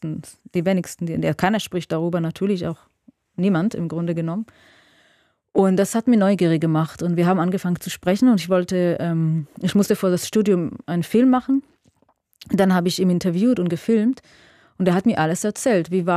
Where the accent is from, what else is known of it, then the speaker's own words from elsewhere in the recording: Israel; now in Germany; als ich gesagt habe, ich komme aus Israel